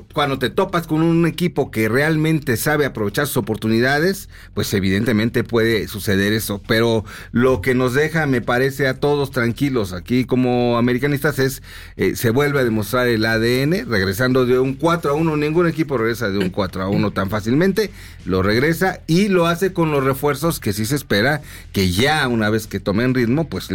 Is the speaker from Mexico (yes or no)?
yes; Mexico